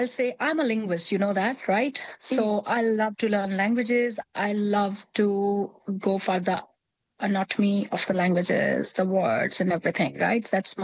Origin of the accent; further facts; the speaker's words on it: Lahore, Punjab, Pakistan; moved away; You know, I come from Lahore, Pakistan. It's very crowded, very busy area.